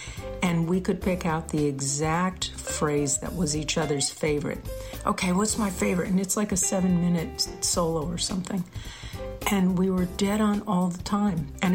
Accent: East Coast, United States; now in San Francisco, United States; I grew up on the East Coast.

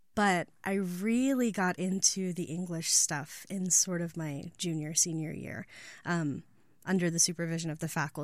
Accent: Alaska, United States; also born or lived in Montana; I was born in Alaska and I lived there for 8 years, so that's mostly what I call home. Spent some time in rural Montana, northeastern Montana

